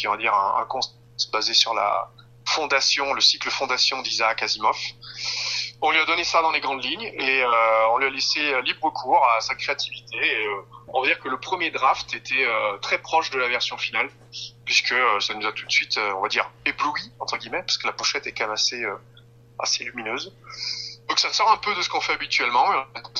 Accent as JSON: {"language": "French", "town": "Saint-Étienne", "region": "Auvergne-Rhône-Alpes", "country": "France", "said": "on va dire deux Stéphanois et deux Auvergnats, puisque aux toutes origines du groupe, donc c'était Franck et moi-même, originaire des alentours de Saint-Étienne, qui avons fondé le groupe"}